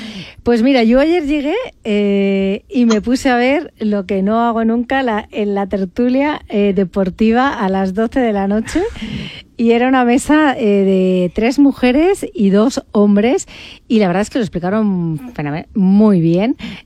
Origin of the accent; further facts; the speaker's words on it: Madrid, Community of Madrid, Spain; yo soy de Madrid y yo, claro, tiro para la selección